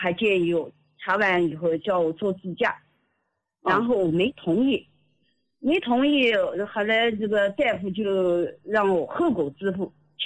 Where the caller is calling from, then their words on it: Nanjing, Jiangsu, China; 嗯，我是南京的听众